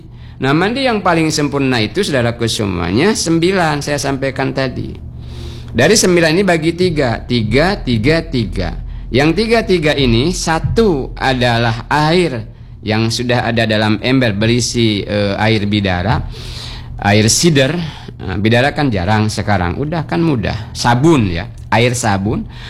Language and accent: Indonesian; Bangka Belitung Islands, Indonesia; membasuh bedarup, kata kita orang Bangka ya, lepitan-lepitannya